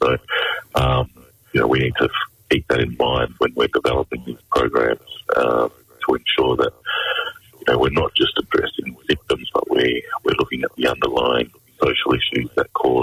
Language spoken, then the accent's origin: English; Broome, Western Australia, Australia; I'm originally from Broome and have connections to Yaru and Aboriginal country.